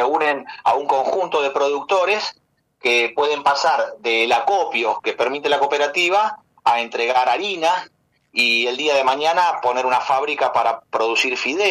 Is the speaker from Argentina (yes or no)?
yes; Argentina